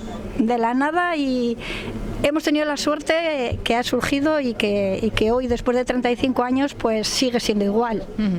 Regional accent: Muskiz, Basque Country, Spain; born there; yo he nacido aquí, mis abuelos, mi padre.

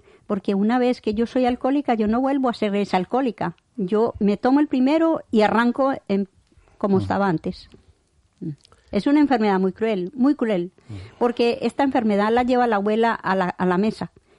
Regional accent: Ituango, Antioquia, Colombia; now in Spain; En mi pueblo, yo soy colombiana, y mi pueblo se llama Ituango.

